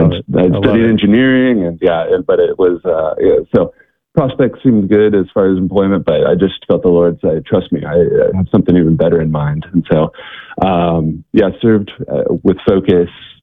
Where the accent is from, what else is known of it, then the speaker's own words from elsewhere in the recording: Kansas, United States; moved away as an adult; now in Philadelphia, United States; So I'm originally from Kansas, so that's where I grew up. Went to University of Kansas, and you know, grew up Catholic